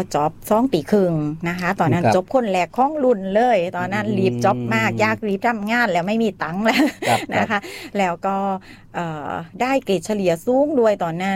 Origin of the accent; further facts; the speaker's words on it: Songkhla, Thailand; also born or lived in Surat Thani; ที่บ้านก็อยากให้เรียนหน้าด้านบ้านอยู่สงขลานะคะก็ต้องมาเรียนโรงเรียนตาบอดที่สุราษฎร